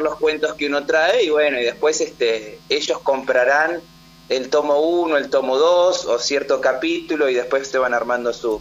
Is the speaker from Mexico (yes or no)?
no; Neuquén, Argentina; also born or lived in Comodoro Rivadavia / Mar del Plata / Salta / Dolores; Yo nací en Comodoro Rivadavia, después viví mi infancia en Neuquén.